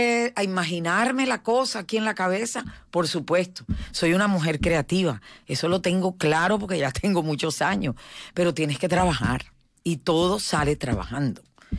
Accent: Barranquilla, Atlántico, Colombia; Soy barranquillera, soy caribeña.

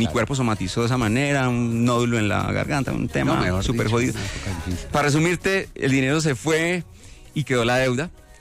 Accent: Sogamoso, Boyacá, Colombia; Yo soy boyacense, soy de Sogamoso, Boyacá.

